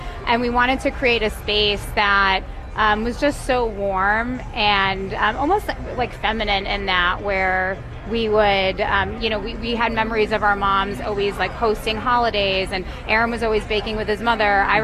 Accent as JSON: {"language": "English", "town": "Swampscott", "region": "Massachusetts", "country": "United States", "said": "I'm originally from Swampscott. We moved back in 2013"}